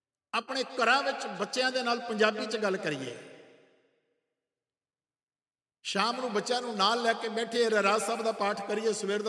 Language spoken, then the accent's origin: Punjabi; Punjab, India